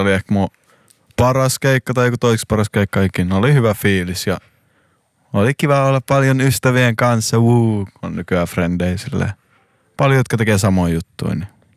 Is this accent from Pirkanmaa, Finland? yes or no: no; Liminka, North Ostrobothnia, Finland; moved away as an adult; now in Helsinki, Finland; mä oon ehkä semmonen honorari oululainen ainakin puoliksi. Kuka ei tiedä mikä on Liminka, niin sitten mä sanoin, että mä oon Oulun läheltä siitä.